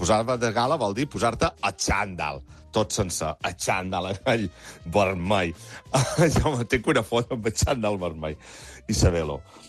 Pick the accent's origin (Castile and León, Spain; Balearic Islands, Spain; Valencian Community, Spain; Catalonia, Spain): Balearic Islands, Spain; Ciutadella; de Ciutadella i la meua primera bicicleta va ser, bueno, a Ciutadella li tenen velo.